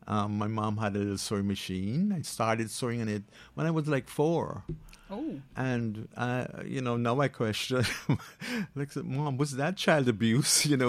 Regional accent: Guyana; moved away; I'm from Guyana.

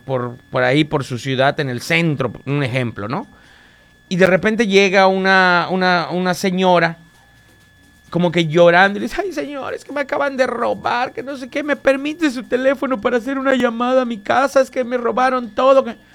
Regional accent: Yucatán, Mexico; los que somos yucatecos a veces somos muy confiados.

